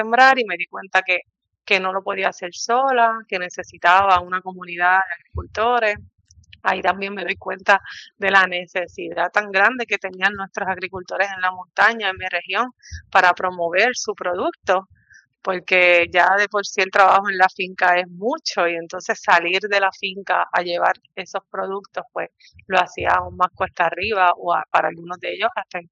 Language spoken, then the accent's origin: Spanish; Barranquitas, Puerto Rico; also born or lived in San Juan; Yo soy de Barranquitas. Después de haberme ido a estudiar a San Juan, haber ido a estudiar en Sagrado